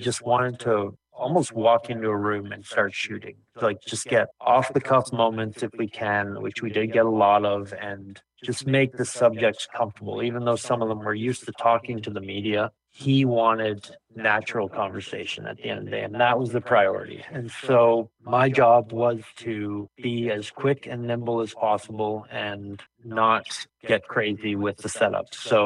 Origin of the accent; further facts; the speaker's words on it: Ontario, Canada; born there; shooting in the country again, not too far from my hometown, and seeing, you know, a younger generation of kids who grew up like me